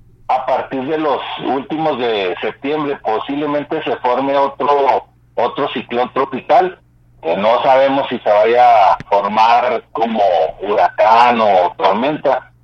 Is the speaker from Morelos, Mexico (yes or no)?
no; Parral, Chihuahua, Mexico; born there; saludos a mi tierra que me vio nacer ahí en Parral, Chihuahua, allá hace muchísimos años, por allá nacimos.